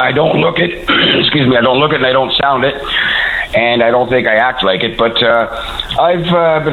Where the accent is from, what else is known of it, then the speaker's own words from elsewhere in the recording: Toronto, Ontario, Canada; also born or lived in British Columbia; now in Newfoundland, Canada; I grew up in Toronto, and I was put in foster care at the age of 6